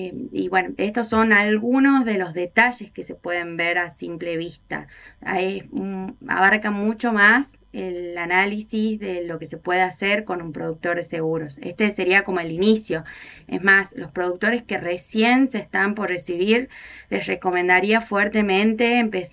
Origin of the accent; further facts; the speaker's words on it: Tucumán, Argentina; Sí, así es, Tucumán.